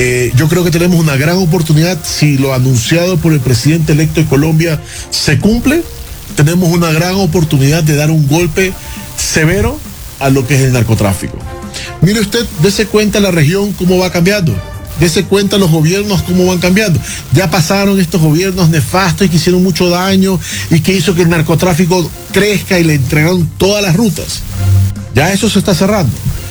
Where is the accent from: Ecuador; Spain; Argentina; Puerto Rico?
Ecuador; Y discúlpenme, Andrés, todos somos ecuatorianos.